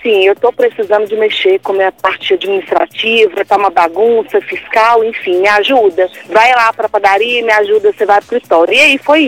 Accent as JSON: {"language": "Portuguese", "town": "Contagem", "region": "Minas Gerais", "country": "Brazil"}